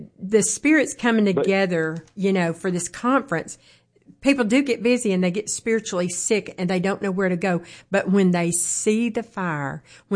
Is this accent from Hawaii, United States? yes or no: no; Mississippi, United States; Mississippi, because, you know, that's my home state.